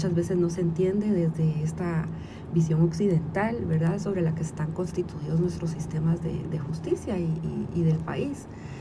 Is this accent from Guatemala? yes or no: yes; Guatemala; nosotras como guatemaltecas no vamos y votamos